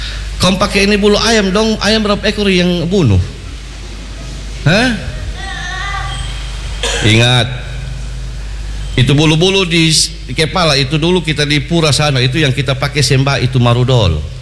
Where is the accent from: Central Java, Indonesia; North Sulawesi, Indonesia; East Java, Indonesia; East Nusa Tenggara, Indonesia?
East Nusa Tenggara, Indonesia; Alor; moved away; Kami orang Alor tidak tersinggung